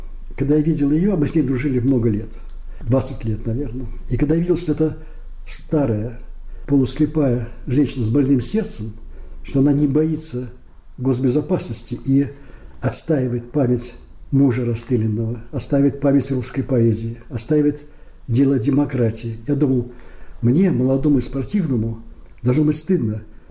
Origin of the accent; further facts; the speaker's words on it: Saint Petersburg, Russia; born there; блокаду мы пережили всей семьей в Ленинграде.